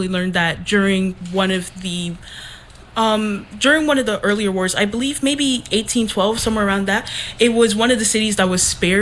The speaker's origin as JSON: {"language": "English", "region": "St. Croix", "country": "U.S. Virgin Islands", "tie": "born or raised there", "accent": "Yankee twang", "said": "I am born and raised here in St. Croix."}